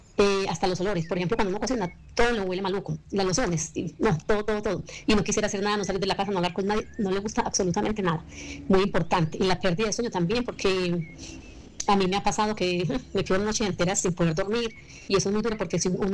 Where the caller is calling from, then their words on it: Titiribí, Antioquia, Colombia; yo soy de Titiribí